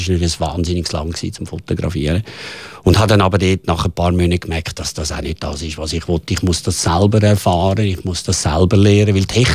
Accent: Zurich, Switzerland; also born or lived in Toggenburg; now in India; Ich bin in Zürich aufgewachsen.

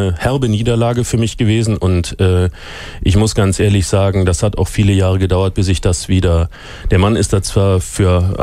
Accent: Austria; now in Zurich, Switzerland; Ich bin Österreicher

